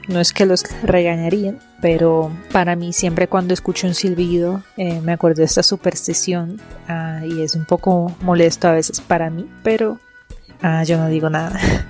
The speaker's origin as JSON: {"language": "Spanish", "region": "Russian Far East", "country": "Russia", "moved": "yes", "lives_now": "Bogotá, Colombia", "said": "yo soy de Rusia, pero estoy viviendo ahora en Colombia, Bogotá, y yo hoy les quiero contar sobre una superstición típica rusa, la región de donde vengo, del Lejano Oriente."}